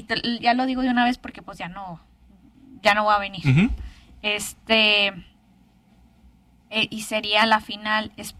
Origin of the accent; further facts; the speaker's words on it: Monterrey, Nuevo León, Mexico; now in Toluca, Mexico; en Toluca mucha gente pues no me quiere porque soy de Monterrey